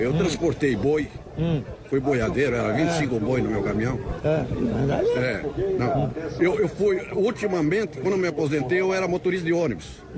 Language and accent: Portuguese; Chapecó, Santa Catarina, Brazil; also born or lived in Cordilheira Alta; De a Cordilheira Alta, perto de Chapecó. Eu sou natural de Chapecó.